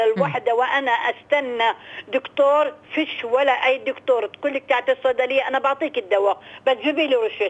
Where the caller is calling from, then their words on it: Beit Sahour, Bethlehem Governorate, Palestine; بتحكي معك مواطنة من بيت صحوف